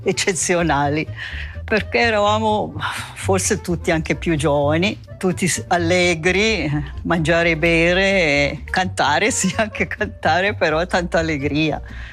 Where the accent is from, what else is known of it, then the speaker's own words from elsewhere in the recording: Bellinzona, Ticino, Switzerland; moved away as an adult; now in Lugano, Switzerland; sono nata a Bellinzona, sono cresciuta a Bellinzona, adesso sono 54 anni che sono a Lugano.